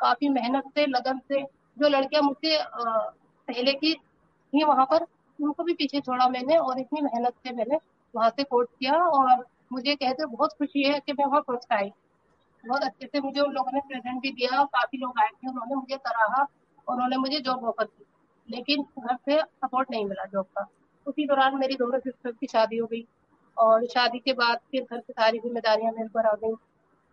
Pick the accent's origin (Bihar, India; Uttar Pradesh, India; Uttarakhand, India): Uttar Pradesh, India; Rampur; born or raised there